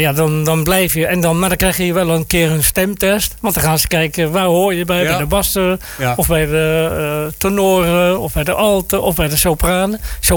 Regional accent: Rotterdam, South Holland, Netherlands; moved away as an adult; now in Capelle aan den IJssel, Netherlands; Ik ben geboren Rotterdammer. Rotterdam West ben ik geboren.

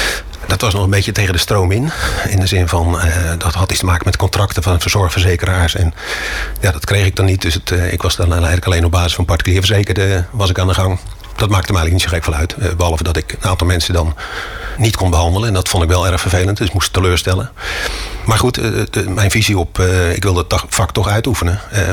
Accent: Rozenburg, South Holland, Netherlands; also born or lived in Heusden; Geboren in Heusden, in Brabant. Daar zijn we, omdat mijn vader bij Verholmen werkte, een scheepsvaartbedrijf, gingen we uit Brabant naar hier naar Rotterdam, naar Rozenburg.

